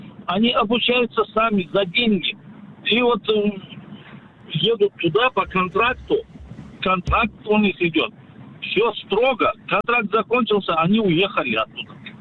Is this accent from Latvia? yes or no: no; Uzbekistan; moved away as an adult; now in Russia; Я сам родом из Узбекистана.